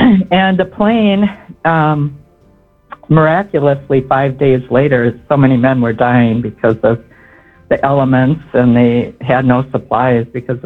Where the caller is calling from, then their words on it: Hutchinson, Kansas, United States; Hutchinson. So I'm on my way to the memorial of parade and event at our Veterans Park.